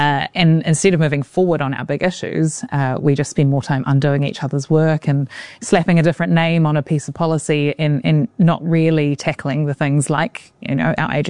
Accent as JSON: {"language": "English", "region": "Auckland", "country": "New Zealand", "tie": "born or raised there", "also_born_or_lived": "London", "moved": "as an adult", "said": "I grew up in Auckland, spent 9 years in London, and now I want to make New Zealand as you know, as awesome as of a place it can be if I'm going to live here for the rest of my life"}